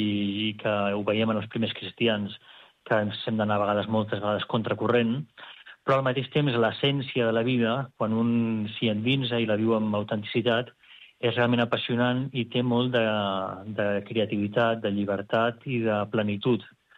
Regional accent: Girona, Catalonia, Spain; moved away as an adult; now in Rome, Italy; Doncs, mira, jo he passat la meva infància i adolescència i joventut a Girona, estudiant aquí a Girona, i amb la família també aquí a Girona

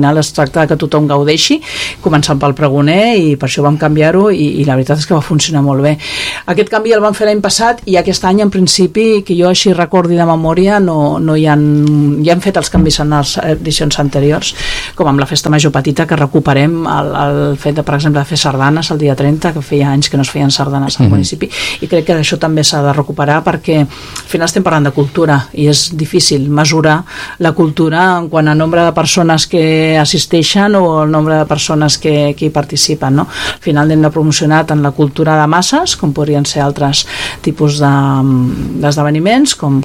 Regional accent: Cubelles, Catalonia, Spain; Jo sempre dic que sóc de Cubelles de tota la vida, però els meus pares no ho eren

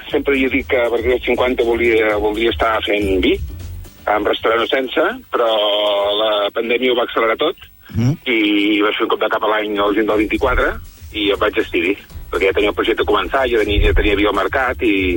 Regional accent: Catalonia, Spain; Jo sóc de l'Alt Empordà, doncs … és dins del mar hi ha una sirena, vora mar hi ha un pastor.

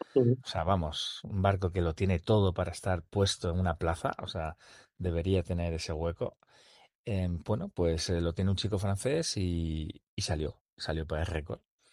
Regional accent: Gijón, Asturias, Spain; mi madre tenía familia aquí en Avilés, yo soy de Gijón

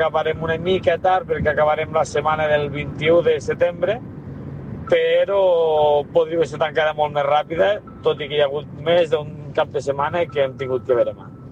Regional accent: Almenar, Catalonia, Spain; la festa major del meu poble, d'Almenar

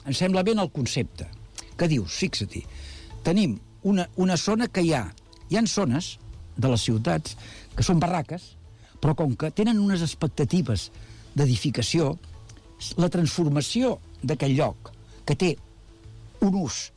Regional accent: Badalona, Catalonia, Spain; però com a badaloní i la gent de Canyet no podrà regar els horts.

